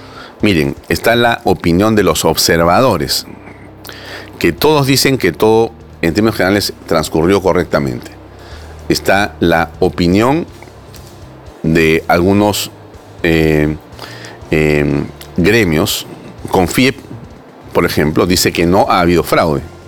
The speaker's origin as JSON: {"language": "Spanish", "country": "Peru"}